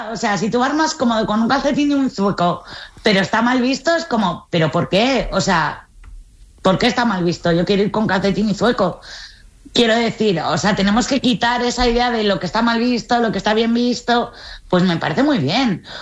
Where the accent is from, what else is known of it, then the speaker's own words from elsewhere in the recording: Spain; Mi horterismo no lo veo tan hortera porque yo soy española